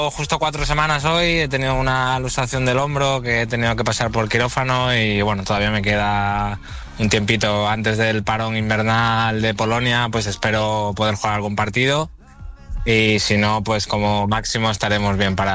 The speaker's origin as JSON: {"language": "Spanish", "town": "Málaga", "region": "Andalusia", "country": "Spain", "said": "siendo malagueño, habiendo jugado en la cantera y luego en el primer equipo, y bueno, yo vivo aquí, mi casa está aquí, de hecho ahora mismo estoy aquí"}